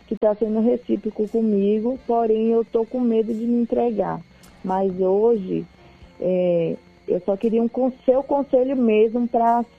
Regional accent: Bahia, Brazil; moved away as an adult; now in São Paulo, Brazil; Eu sou uma mulher independente que vim da Bahia e luto aqui em São Paulo pelos meus objetivos. Moro aqui há 10 anos.

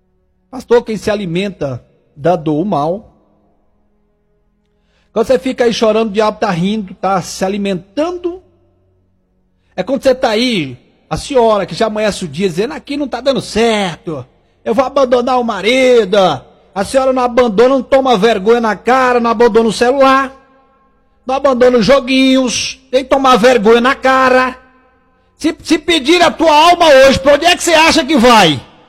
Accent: Tocantins, Brazil; Lá na minha cidade, né, eu que sou lá do Tocantins, dizia assim, era o rezador benzedor.

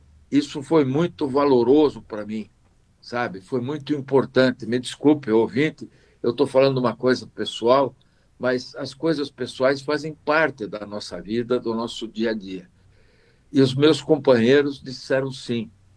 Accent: Paraná, Brazil; Nós somos paranaenses, Nós somos brasileiros

